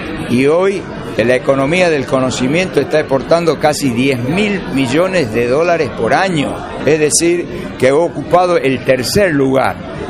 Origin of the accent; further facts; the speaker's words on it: Argentina; nuestra querida patria argentina